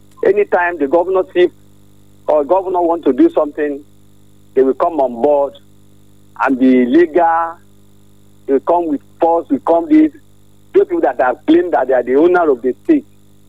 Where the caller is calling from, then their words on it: Makurdi, Benue, Nigeria; I'm calling from High Level, please.